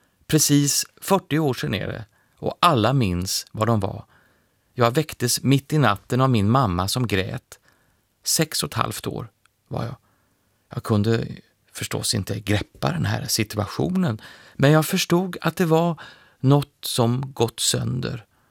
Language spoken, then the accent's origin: Swedish; Uddevalla, Västra Götaland County, Sweden; Jag är född och uppvuxen i Uddevalla